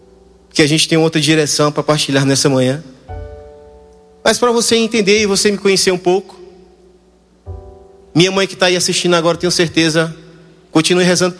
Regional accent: Pernambuco, Brazil; moved away as an adult; now in São José dos Campos, Brazil; Sou pernambucano, viu? Sou pernambucano.

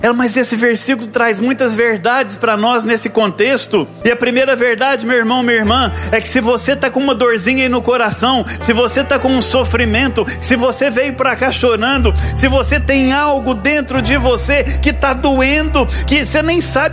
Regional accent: Campo Belo, Minas Gerais, Brazil; eu sou de Campo Belo, 300 quilômetros daqui, sou mineiro.

